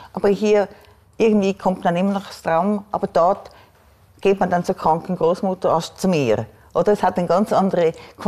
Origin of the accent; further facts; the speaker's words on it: Switzerland; Also als Schweizer bist du dir das nicht gewohnt zu warten.